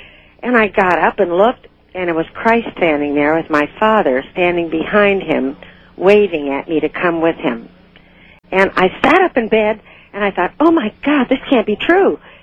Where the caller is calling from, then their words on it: Kissimmee, Florida, United States; in Kissimmee, Florida.